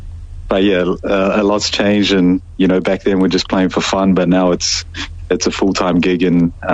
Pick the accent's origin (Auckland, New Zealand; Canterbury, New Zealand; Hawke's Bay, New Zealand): Auckland, New Zealand; But growing up in Auckland, I was always wanted to play rugby, and rugby was my first love